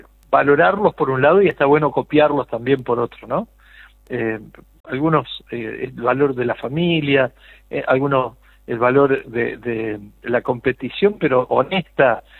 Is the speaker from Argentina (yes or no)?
yes; Argentina; O sea, ya no somos, en estos días no somos de River, de Boca, de... no sé, de Independiente, de Racing, de Central o de Newell's, sino que somos todos argentinos, ¿no es cierto?